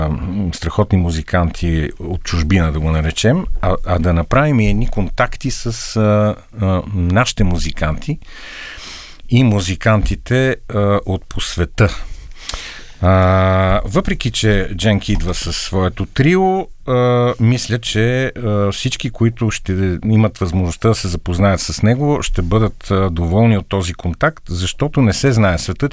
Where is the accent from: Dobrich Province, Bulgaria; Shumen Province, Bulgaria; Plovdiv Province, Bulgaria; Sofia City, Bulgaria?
Sofia City, Bulgaria; Sofia; И аз му казах от София